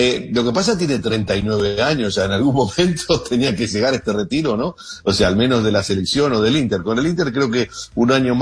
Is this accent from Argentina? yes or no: yes; Argentina; y yo lo digo como argentino, el jugador argentino no es así.